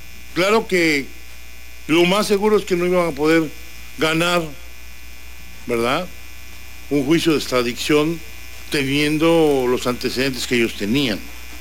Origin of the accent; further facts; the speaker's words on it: Tabasco, Mexico; Estoy tomándome mi cafecito como buen tabasqueño.